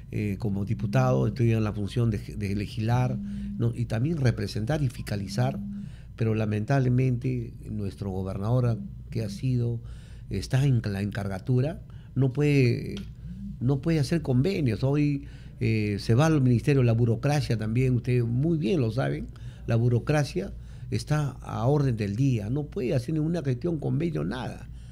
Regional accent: Santa Rosa de Chune, Lima, Peru; Yo soy guarochirano, soy un hombre de a pie, un hombre que ha nacido en la chacra. Soy guarochirano específicamente del Valle de Santa Eulalia, de Santa Rosa de Chune

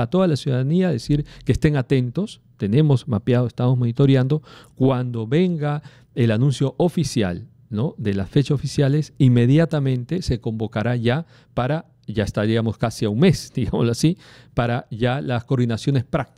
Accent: Lima, Peru; somos así los peruanos, limeños, limeñas

